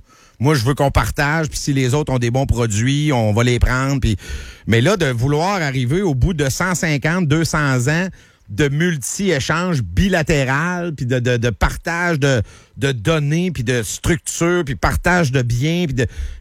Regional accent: Canada; On est des Canadiens, nous autres. Nous autres, on est beaux, puis on est propres, puis on est environnementalistes.

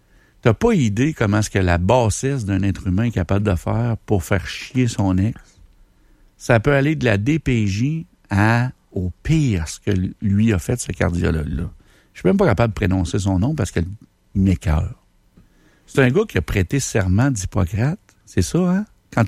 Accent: Canada

